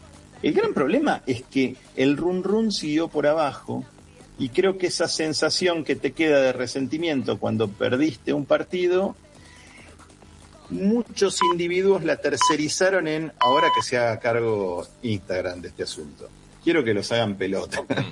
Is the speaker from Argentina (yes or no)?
yes; Argentina; Es la primera vez en mi vida que digo que soy argentino y que escucho esos vacíos elocuentes.